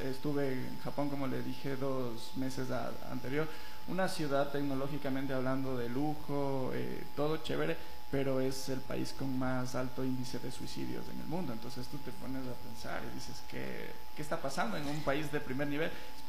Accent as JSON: {"language": "Spanish", "country": "Ecuador", "said": "Soy de Ecuador."}